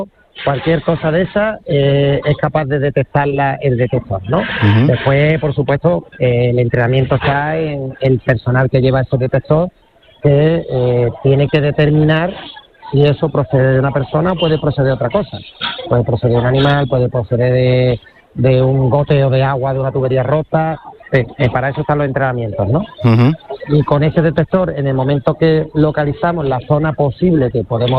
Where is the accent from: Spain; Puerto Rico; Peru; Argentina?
Spain; Málaga, Andalusia; nosotros que venimos de Málaga